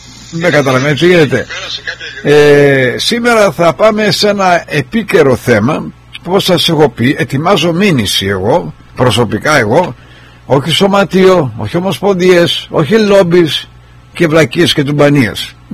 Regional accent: Argostoli, Ionian Islands, Greece; είμαι Κεφαλονίτης Αργοστολιώτης

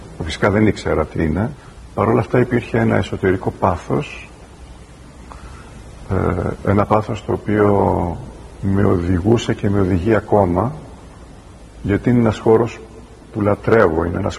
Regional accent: Rethymno, Crete, Greece; τι είναι η πόλη μου

